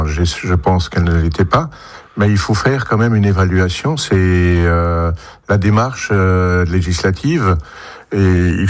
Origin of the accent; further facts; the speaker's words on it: Grand Est, France; Alors qu'il soit venu chez nous en Alsace